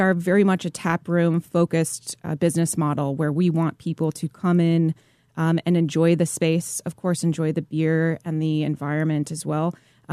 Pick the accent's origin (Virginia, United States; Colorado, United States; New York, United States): Colorado, United States; now in Kansas City, United States; We come from Colorado, and the brewery culture there is very committed to their local communities. And when we decided to open a brewery in Kansas City